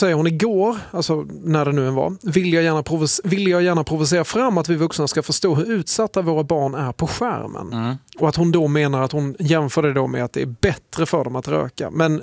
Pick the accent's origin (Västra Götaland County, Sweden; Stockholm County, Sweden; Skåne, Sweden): Skåne, Sweden; jag är ju hör och häpna från Skåne